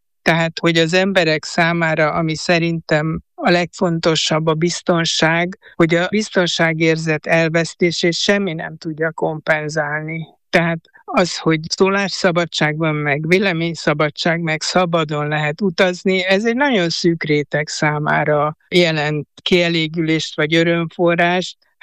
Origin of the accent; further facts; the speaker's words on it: Hungary; Én, és szerintem nagyon sokan a Kádár rendszerben abban nőttünk föl